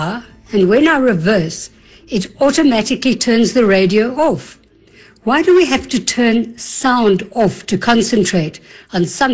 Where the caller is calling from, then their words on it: Johannesburg, Gauteng, South Africa; I'm from Johannesburg, South Africa.